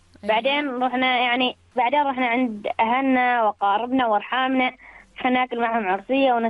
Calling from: Samail, Ad Dakhiliyah, Oman; من سمائل.

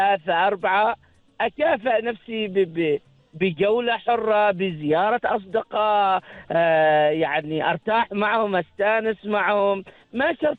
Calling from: Bidbid, Ad Dakhiliyah, Oman; من نفعة ولا يتبدبد

